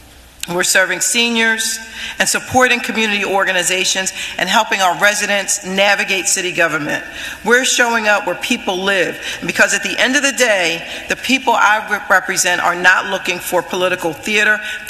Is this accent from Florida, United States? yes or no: no; Philadelphia, Pennsylvania, United States; we've been born and raised here in the city of Philadelphia. I know what it's like to be poor in Philadelphia because I grew up poor in Philadelphia.